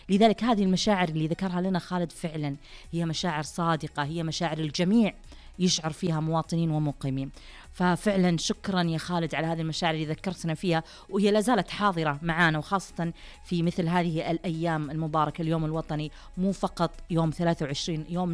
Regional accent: Saudi Arabia; طولنا احنا في السفر نحس بصدق بهذا الشوق للوطن، لما نرجع نحس حتى الأكسجين في السعودية مختلف عن بلاد العالم

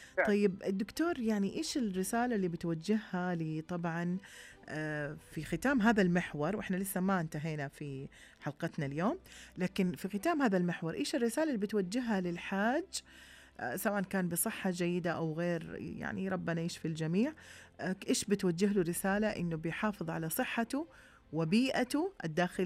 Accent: Saudi Arabia; نحن كشعب سعودي

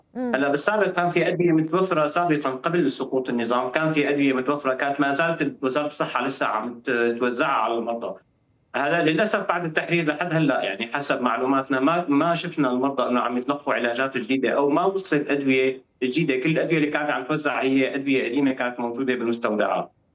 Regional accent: Syria; now in Damascus, Syria; عندنا بسوريا

